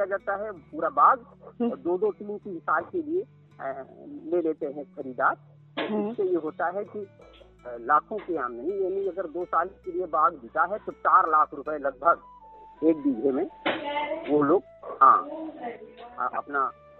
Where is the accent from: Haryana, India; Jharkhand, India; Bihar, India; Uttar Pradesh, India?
Uttar Pradesh, India; Narharpur; हमारा गांव नरहरपुर तहसील सखीपुर जिला उन्नाव है।